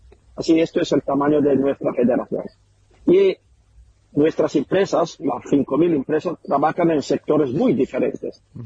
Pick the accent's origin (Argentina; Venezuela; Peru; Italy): Italy; Spanish is a second language